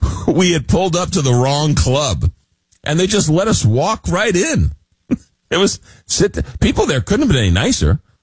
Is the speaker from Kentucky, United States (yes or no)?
no; Long Island, New York, United States; born or raised there